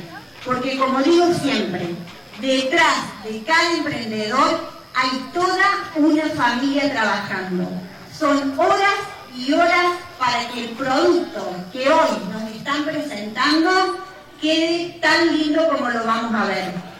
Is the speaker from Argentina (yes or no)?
yes; Villa Ascasubi, Córdoba, Argentina; los que somos de acá, de Villa Casubi